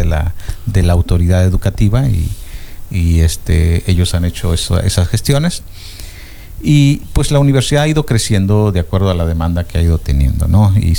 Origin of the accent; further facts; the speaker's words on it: Tlanchinol, Hidalgo, Mexico; Yo soy de Tlanchinol.